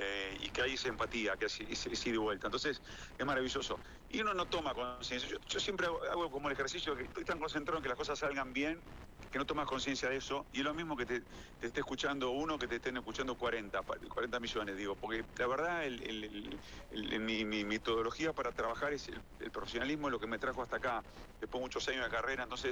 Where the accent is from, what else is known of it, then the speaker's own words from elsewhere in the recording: Argentina; qué maravillosos que somos los argentinos, y es así realmente, porque tenemos un corazón para un montón de cosas que nos distingue